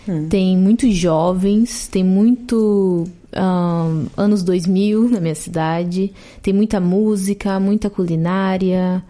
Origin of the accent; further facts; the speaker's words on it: Curitiba, Paraná, Brazil; now in Germany; Eu sou de Curitiba, é o sul do Brasil. Uhum. É uma cidade mais fria, não é como o Rio de Janeiro da vida.